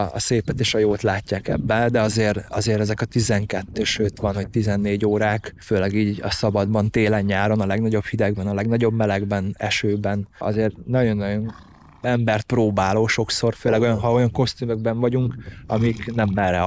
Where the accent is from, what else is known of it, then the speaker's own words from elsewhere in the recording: Hungary; ott egyedüli magyarként voltam jelen